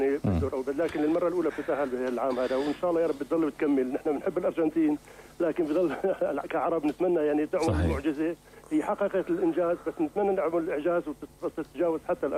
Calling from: Syria; انا من الشام.

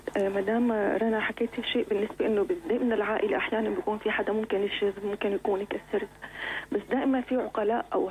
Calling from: Homs, Homs Governorate, Syria

